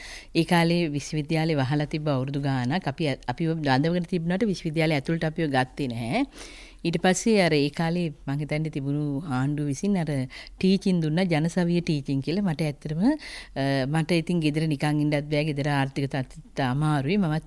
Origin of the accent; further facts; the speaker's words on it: Rattota, Central Province, Sri Lanka; born there; මම ඇත්තටම ගත්තොත් ඉතාම දුප්පත් පවුලක දෙවෙනි දියණිය. මම උපත ලබන්නේ දැනට මම භාරව කටයුතු කරන රත්තොට ආසනයමයි.